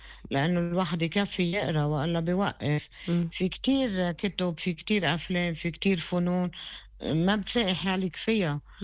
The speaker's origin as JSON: {"language": "Arabic", "town": "Harajel", "region": "Keserwan-Jbeil", "country": "Lebanon"}